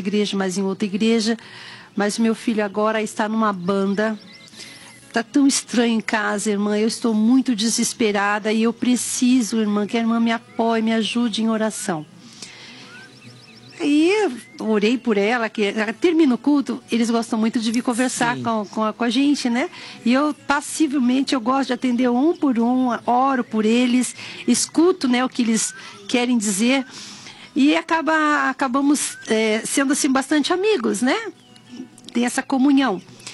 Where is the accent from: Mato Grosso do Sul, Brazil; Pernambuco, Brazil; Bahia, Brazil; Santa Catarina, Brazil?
Bahia, Brazil; Mas Jesus nunca me levou para Bahia, mas eu sou baiana.